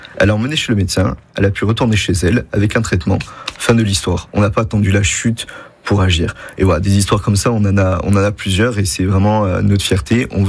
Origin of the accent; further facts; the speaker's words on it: Ajaccio, Corsica, France; j'ai dit je rentre chez moi, à Ajaccio, pour un projet familial, bien sûr, avec ma femme